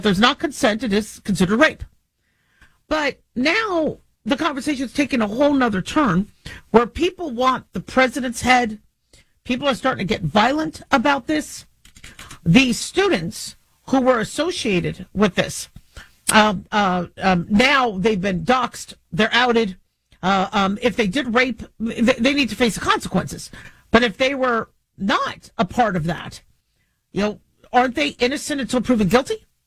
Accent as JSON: {"language": "English", "country": "United States"}